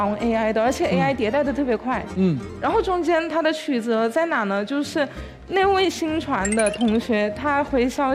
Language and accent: Chinese; Chongqing, China; now in Guangdong, China; 我们在广东念书，但是我是重庆人